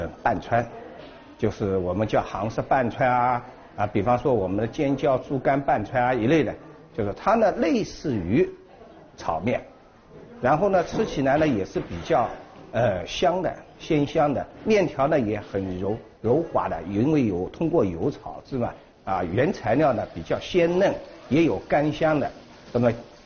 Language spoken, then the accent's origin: Chinese; Hangzhou, Zhejiang, China; 像我这样土生土长的杭州人